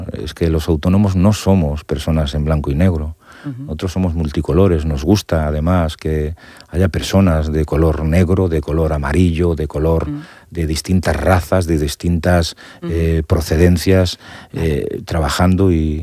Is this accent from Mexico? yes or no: no; Vilagarcía de Arousa, Galicia, Spain; Me enorgullece decir que soy de Villagarcía de Arousa.